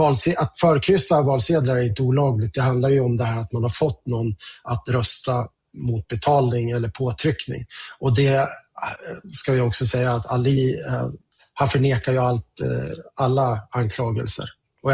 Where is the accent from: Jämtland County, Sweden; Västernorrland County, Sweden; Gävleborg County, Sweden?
Jämtland County, Sweden; Östersund; now in Stockholm, Sweden; Jag i vanliga fall jobbar från Stockholm. Men nu är jag hemma i Östersund där jag kommer från ett par dagar.